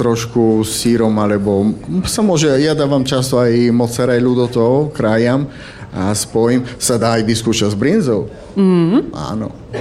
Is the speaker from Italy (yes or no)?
yes; Trieste, Friuli-Venezia Giulia, Italy; Slovak is a second language; now in Slovakia; S tým, že z Trieste, my to máme s kultúrou, boli sme z Rakúsko-Uhorskou do 1918, takže máme veľa spolu aj tu, takže cítim sa tu ak doma na viacerých veci.